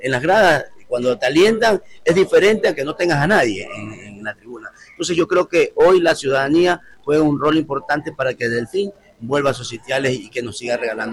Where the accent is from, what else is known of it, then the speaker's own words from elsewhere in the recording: Manta, Manabí, Ecuador; yo soy de Manta, yo soy hincha del fin